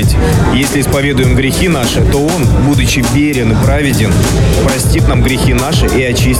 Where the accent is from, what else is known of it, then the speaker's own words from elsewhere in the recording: Zelenograd, Moscow, Russia; я из Зеленограда, член Зеленоградской Баптистской Церкви.